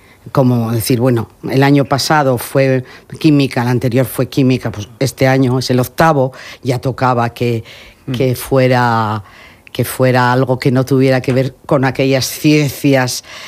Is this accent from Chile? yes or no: no; Asturias, Spain; also born or lived in Madrid; now in Murcia, Spain; Yo soy asturiana, o sea que podría haber pasado el verano allí fresquita, pero es cierto que yo en mi casa, como vivía en Madrid